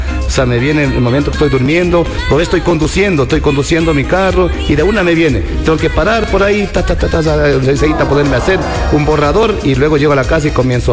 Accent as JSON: {"language": "Spanish", "town": "Nanegalito", "region": "Pichincha", "country": "Ecuador", "moved": "yes", "lives_now": "Cayambe, Ecuador", "said": "yo soy de una parroquia un poquito alejada de Cayambe, que se llama Nanegalito, y entonces campo."}